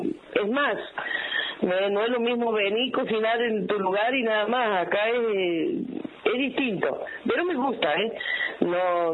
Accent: San Luis, Argentina; also born or lived in San Juan; Yo soy sanjuanina criada en San Luis

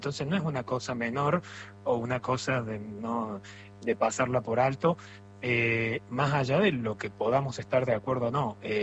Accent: Córdoba, Argentina; now in Italy; Soy cordobés, y no sé si se siente la tona.

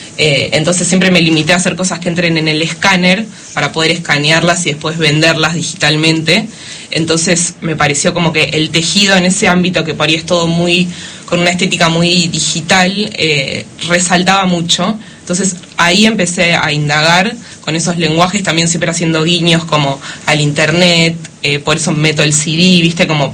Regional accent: La Plata, Buenos Aires Province, Argentina; Directamente desde La Plata.

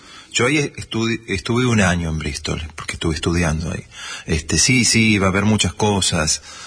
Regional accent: Córdoba, Argentina; also born or lived in England; now in Buenos Aires, Argentina; Pasa que yo vine a vivir a Buenos Aires recién en el 95. Nací acá, pero me crié en Córdoba. Y después, en la primera parte de los 90, estuve en Inglaterra.

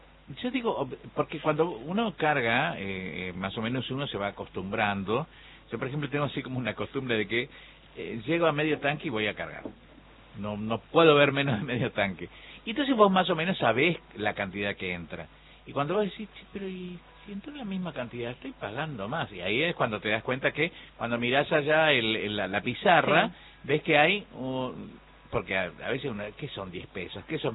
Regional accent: Argentina; porque somos argentinos y no podemos con nuestro genio

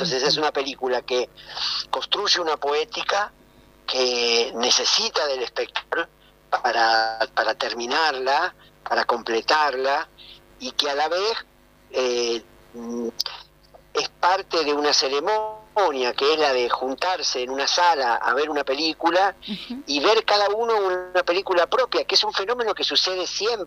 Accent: Villa Gesell, Buenos Aires Province, Argentina; una película que yo hago en mi pueblo, que es Villa Gesell

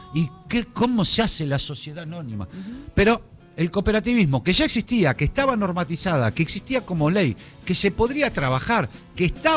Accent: Tucumán, Argentina; moved away; also born or lived in Caballito, Buenos Aires; Yo como tucumano

